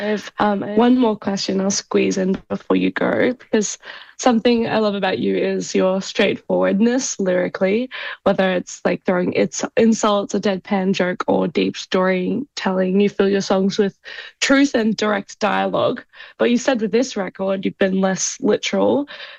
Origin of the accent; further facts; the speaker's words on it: Australia; As an Australian